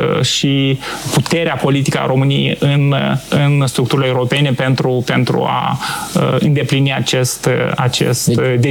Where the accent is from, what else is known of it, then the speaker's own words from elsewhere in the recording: Moldova; recunosc ca român moldovean, uneori îmi pare rău că românii au văzut Barcelona, Londra, Parisul și Münchenul, dar n-a fost la Chișinău.